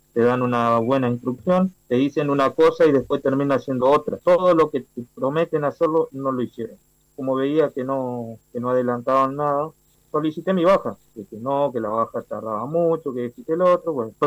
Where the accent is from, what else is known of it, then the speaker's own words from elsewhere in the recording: Argentina; moved away as an adult; now in Ukraine; Soy argentino, hace 2 meses que llegué acá a Ucrania.